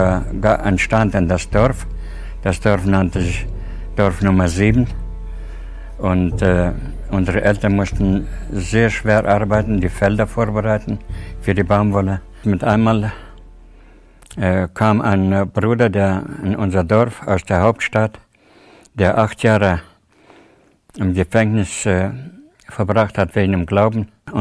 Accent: Tajikistan; moved away; Ich komme aus Tadschikistan und bin dort auch geboren, 1937.

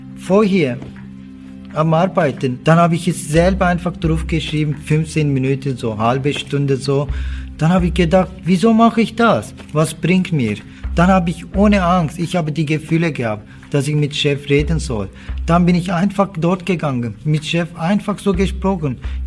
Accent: Turkey; born or raised there; German is a second language; now in Germany

